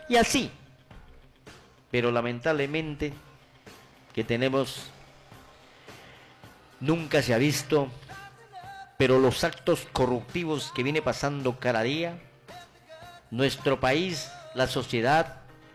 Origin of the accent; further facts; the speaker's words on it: Peru; yo como buen peruano, estimo y quiero mi Perú, me siento ser orgulloso de ser peruano, como dice esa música, tengo el orgullo de ser peruano y de ser feliz, de haber nacido en esta hermosa tierra